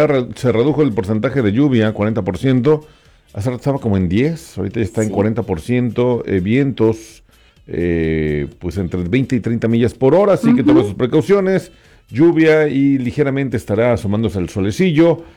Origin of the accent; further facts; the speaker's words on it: northern France, France; Allá en, bueno, de mi pueblo